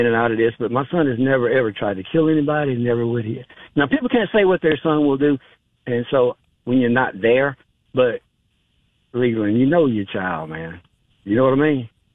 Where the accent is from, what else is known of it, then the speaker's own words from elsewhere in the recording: Calera, Alabama, United States; But I moved out of Shelby County, and I love Shelby County. It's my hometown. Calera is my hometown.